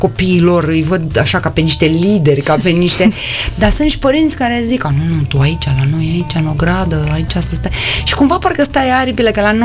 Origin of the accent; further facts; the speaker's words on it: Bucharest, Romania; eu sunt din România, sunt din București.